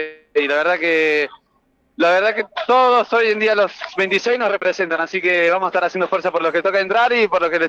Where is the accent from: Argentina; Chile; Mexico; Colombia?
Argentina; Córdoba; now in Valencia, Spain